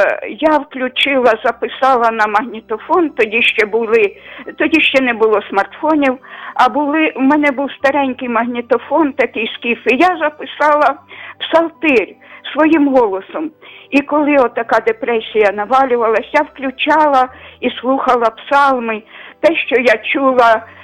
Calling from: Kyiv, Ukraine; Я зараз телефоную з Києва.

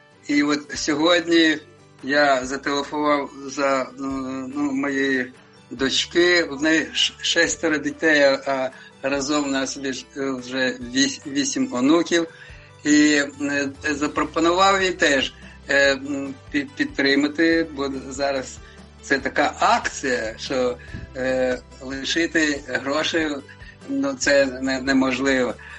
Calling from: Germany; Я з Німеччини дзвоню. … і моя наречена Віра.

